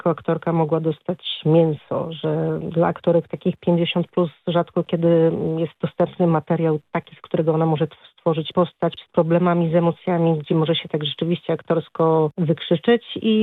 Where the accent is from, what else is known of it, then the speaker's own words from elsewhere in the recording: Podlaskie Voivodeship, Poland; Ja pochodzę z Podlasia, który jest bardzo napiętnowany takim silnym oddziaływaniem kościoła na rodziny, na społeczeństwo.